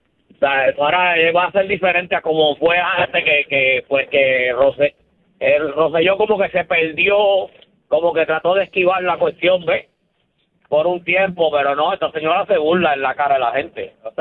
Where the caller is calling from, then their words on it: San Juan, Puerto Rico; Yo vivo en Villa Palmera.